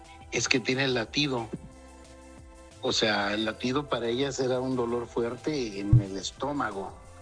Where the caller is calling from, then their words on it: Mexico; Otra cosa que solamente los mexicanos decimos